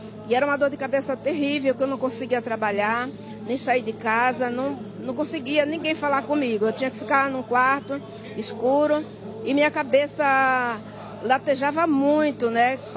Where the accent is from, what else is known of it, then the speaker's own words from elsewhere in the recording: Vargem Grande Paulista, São Paulo, Brazil; De Vargem Grande Paulista.